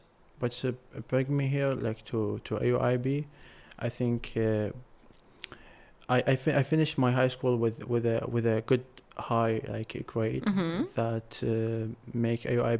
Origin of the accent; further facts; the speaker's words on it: Al Qasim, Babil, Iraq; moved away as an adult; now in Baghdad, Iraq; first of all, I'm not from Baghdad. I'm from Babylon.